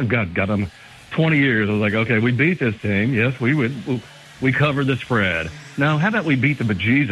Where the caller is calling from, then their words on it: Kentucky, United States; I'm calling from Myrtle Beach. From Kentucky.